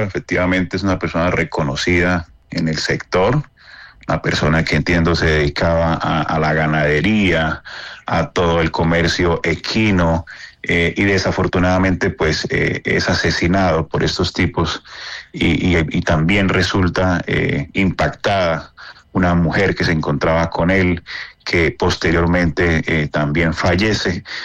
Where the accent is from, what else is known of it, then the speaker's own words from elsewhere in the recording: Santander, Colombia; nosotros como santandereanos